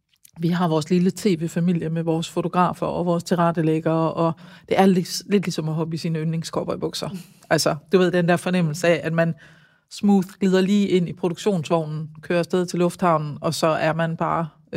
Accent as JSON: {"language": "Danish", "town": "Højbjerg", "region": "Central Denmark Region", "country": "Denmark", "tie": "born or raised there", "said": "Og hun har sikkert også gjort det derhjemme i Højbjerg, hvor vi har boet"}